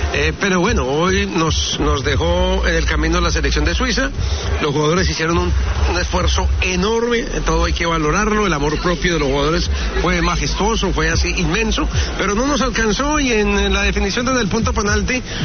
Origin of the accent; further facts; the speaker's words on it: Colombia; yo como colombiano